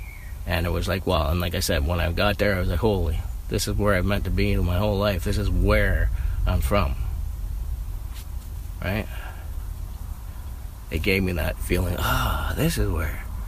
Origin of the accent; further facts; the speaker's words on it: Toronto, Ontario, Canada; I didn't grow up there. I grew up in Scarborough, but a lot of my family there have born there, raised there